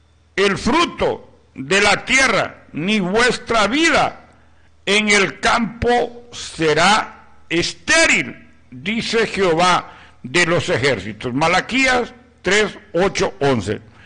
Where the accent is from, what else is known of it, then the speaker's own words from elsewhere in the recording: Guaimaca, Francisco Morazán, Honduras; born there; moved away; Allá en mi pueblo querido Guaymaca, en mi adorado barrio abajo